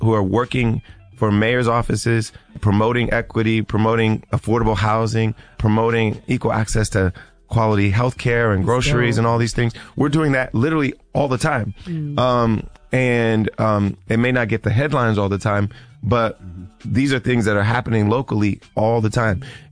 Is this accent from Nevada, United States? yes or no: no; Ohio, United States; I'm still going to go out and campaign for candidates in my home state of Ohio.